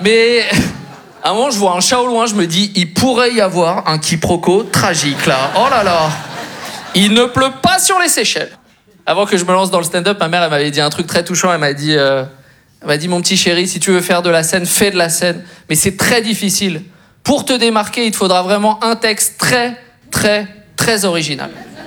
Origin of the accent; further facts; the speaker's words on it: Belgium; je suis belge.